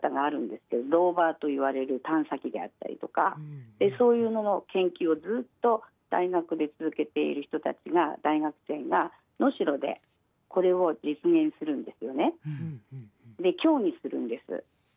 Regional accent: Saku, Nagano, Japan; now in Noshiro, Japan; 私のふるさと長野県佐久市もこの共和国に入っているんです。

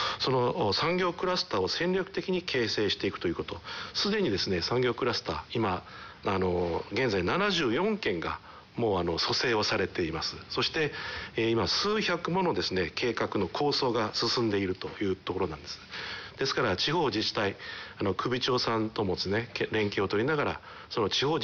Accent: Kumamoto, Japan; 私地元熊本なんですけども

